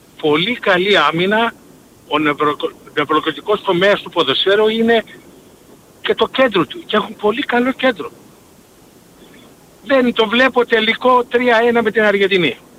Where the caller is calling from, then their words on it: Frankfurt, Hesse, Germany; είμαι από τη Φραγκφούρτη.